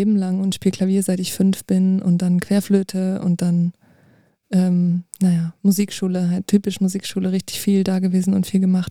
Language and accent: German; Duisburg, North Rhine-Westphalia, Germany; moved away as an adult; also born or lived in Kiel; now in Leipzig, Germany; aufgewachsen in Duisburg